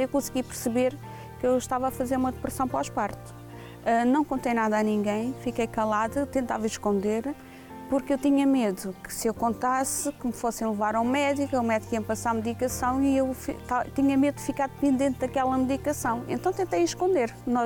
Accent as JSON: {"language": "Portuguese", "town": "Ribeira Brava", "region": "Madeira", "country": "Portugal", "tie": "born or raised there", "moved": "as an adult", "said": "Eu nasci e cresci na Ribeira Brava, na Ilha da Madeira."}